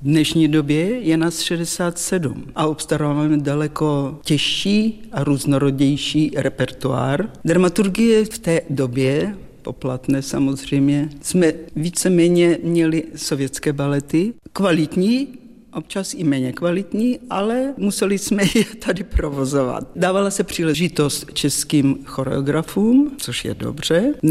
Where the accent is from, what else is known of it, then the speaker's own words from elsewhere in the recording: Uzhhorod, Zakarpattia Oblast, Ukraine; now in Prague, Czechia; Já teda pocházím z Podkarpatské Rusy, žili jsme v Užhorodě, po absolutoriu maminka se provdala za Čecha a my jsme se chystali vyjet do Československa.